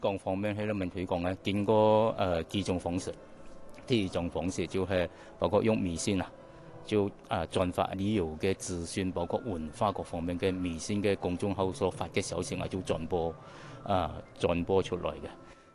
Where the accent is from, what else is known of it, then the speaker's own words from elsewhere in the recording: Malaysia; 仲有我哋马来西亚人喜欢喜欢系一样东西，客家酿酒。